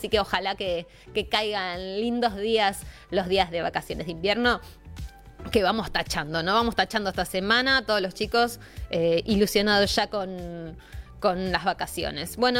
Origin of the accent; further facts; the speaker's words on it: Argentina; siendo esta hermosa Argentina